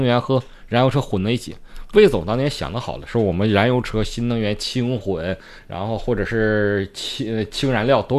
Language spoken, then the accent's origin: Chinese; Harbin, Heilongjiang, China; 我们哈尔滨人都想上广州避暑去了